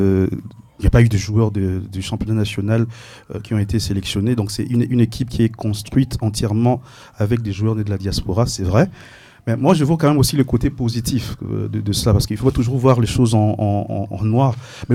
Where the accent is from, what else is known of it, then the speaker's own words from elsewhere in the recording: DR Congo; en tant que Congolais, ça crée quand même une fierté.